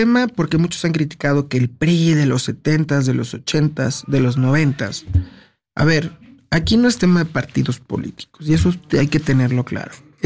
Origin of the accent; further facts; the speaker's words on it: Mexico; Y algo que nos caracteriza como pueblo mexicano es que somos hermanos.